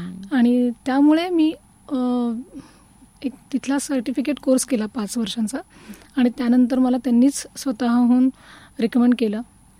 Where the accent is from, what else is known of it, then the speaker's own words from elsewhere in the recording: Pune, Maharashtra, India; moved away as an adult; now in Ahmednagar, India; माझं बालपण पुण्यातच गेलं। माझे वडील डिफेन्स अकाउंट डिपार्टमेंटमध्ये होते, त्यामुळं पुण्यातच त्यांनी बदली करून घेतली होती आणि आम्ही लहानपणापासून म्हणजे पुण्यातच शिकलो।